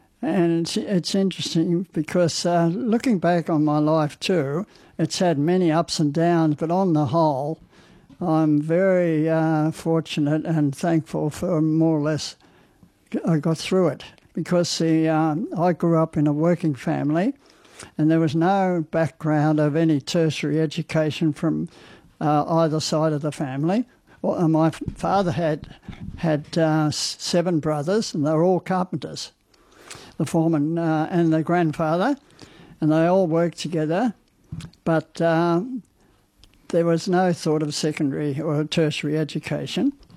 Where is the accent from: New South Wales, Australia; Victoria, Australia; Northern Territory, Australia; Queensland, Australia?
Victoria, Australia; Melbourne; I grew up in Maidstone, and that's North Footscray, near North Footscray, and in 1931. And Melbourne in those days, there was a lot of sickness around